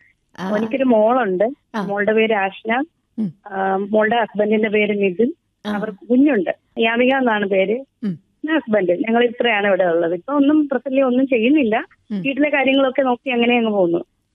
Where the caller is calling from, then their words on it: Nalanthara, Kerala, India; ഞാന് നാലാന്തരയിൽ നിന്നാണ് വിളിക്കുന്നത്.